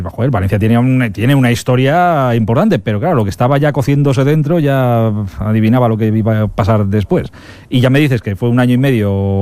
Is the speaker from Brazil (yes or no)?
yes; Brazil; moved away as an adult; also born or lived in Italy; Sí, salí de Brasil